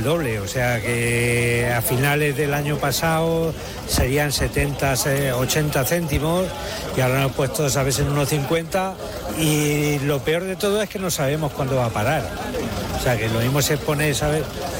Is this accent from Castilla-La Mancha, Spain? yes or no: yes; Madridejos, Castilla-La Mancha, Spain; Venimos de Madridejos.